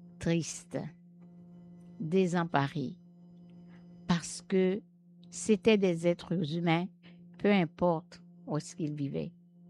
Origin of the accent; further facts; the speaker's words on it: Miragoâne, Nippes, Haiti; Miragouane, il y avait, mais partout ailleurs, aujourd'hui c'est dans le monde entier, mais je vous parle de ma ville natale.